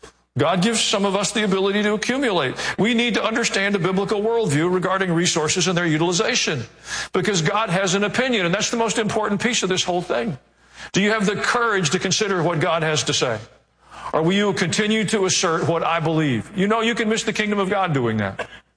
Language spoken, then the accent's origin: English; Kansas City, Missouri, United States; born there; I was born in Kansas City, Missouri.